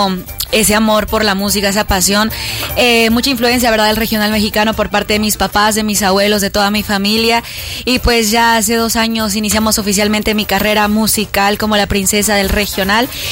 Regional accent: Guatemala; yo súper encantada y orgullosa de poder representar a Guatemala

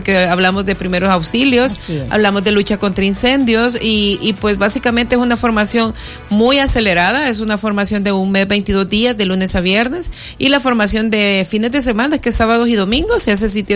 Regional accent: El Salvador

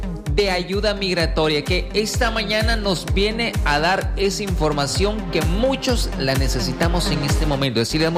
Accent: El Salvador

